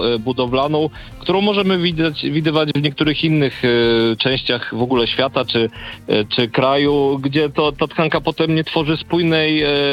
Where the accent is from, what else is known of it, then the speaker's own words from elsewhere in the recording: Gdynia, Pomeranian Voivodeship, Poland; jestem bardzo zadowolony jako rodowity gdynianin.